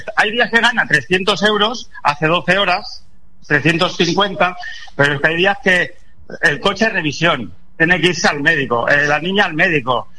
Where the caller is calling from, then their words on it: Mallorca, Balearic Islands, Spain; soy de Mallorca, inmigrantes de Castellón, porque aquí se pagaba más en los 80.